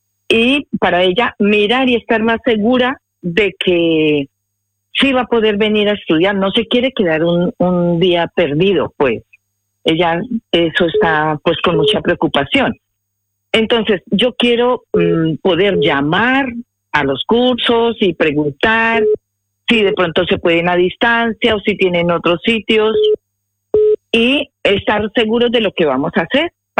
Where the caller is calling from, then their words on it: Pamplona, Navarre, Spain; me comunico de Pamplona.